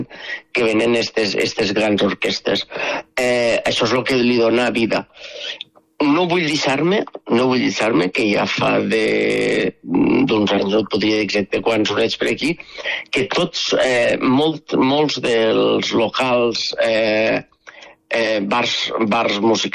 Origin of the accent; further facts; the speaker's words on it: Alcanar, Catalonia, Spain; La gent que som, jo sóc d'Alfanar, però sempre hem viscut les festes de les cases.